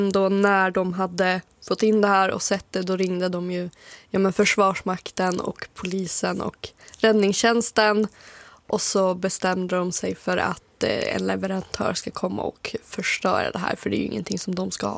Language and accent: Swedish; Piteå, Norrbotten County, Sweden; moved away as an adult; now in Umeå, Sweden; Jag flyttade från Piteå till Umeå för att plugga på universitetet.